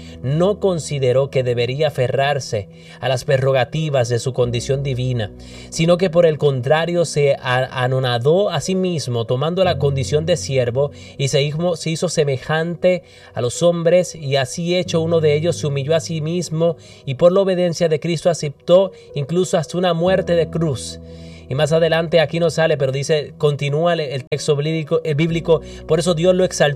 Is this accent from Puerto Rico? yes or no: yes; Puerto Rico; now in Minnesota, United States; somos orgullosamente puertorriqueños, pero vivimos en el estado de Minnesota.